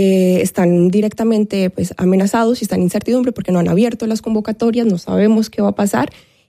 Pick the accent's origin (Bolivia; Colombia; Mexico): Colombia; no solamente expresan nuestra identidad como colombianos, sino que hablan de las tradiciones